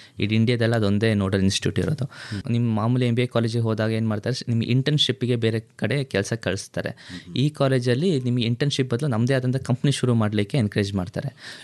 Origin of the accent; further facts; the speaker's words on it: Madikeri, Karnataka, India; Sir, ನಾನು ಮೂಲತಃ ಮಡಿಕೇರಿಯವನು.